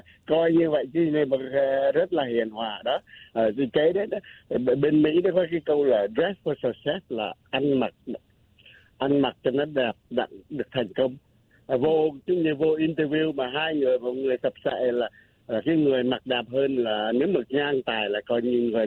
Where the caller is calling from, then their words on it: Tay Ninh, Vietnam; tại vì mình là dân Tây Ninh là mình như vậy đó.